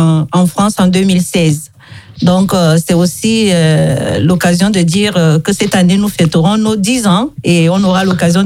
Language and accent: French; Cameroon; nous les bananes, que en tant que Camerounais